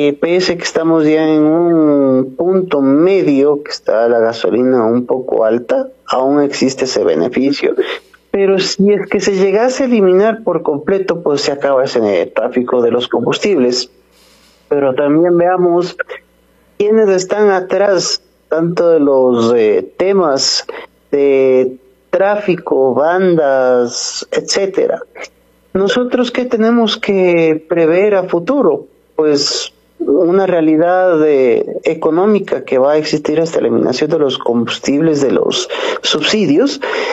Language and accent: Spanish; Ecuador